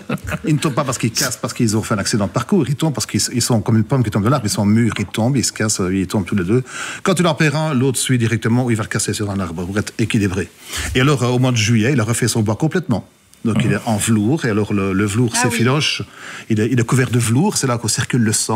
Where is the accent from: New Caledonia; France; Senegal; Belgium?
Belgium; Rochehaut, Wallonia; Chez nous, à Rochehaut